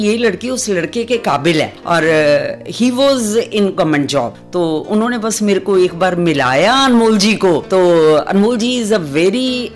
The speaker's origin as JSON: {"language": "Hindi", "town": "Ludhiana", "region": "Punjab", "country": "India", "tie": "born or raised there", "said": "मैं एक इंडस्ट्रियलिस्ट की बेटी हूँ, लुधियाना में पली बड़ी"}